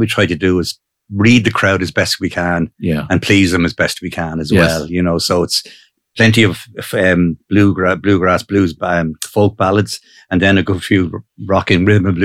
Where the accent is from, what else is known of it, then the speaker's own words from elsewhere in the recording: Dublin, Leinster, Ireland; moved away as an adult; now in Leixlip, Ireland; I'm from Leakslip, Peter. Originally from Raheny, Dublin, way back. But back in 1982, we settled and married, my wife and myself, out in Leakslip. So we're there since 1982.